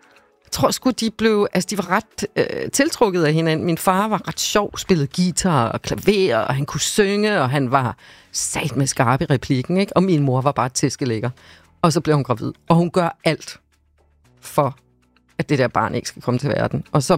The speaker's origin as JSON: {"language": "Danish", "town": "Havrebjerg", "region": "Zealand", "country": "Denmark", "tie": "born or raised there", "said": "Ja, Eren er fra en lille by, der hedder Havrebjerg, lidt uden for Slagelse, 12 kilometer derude"}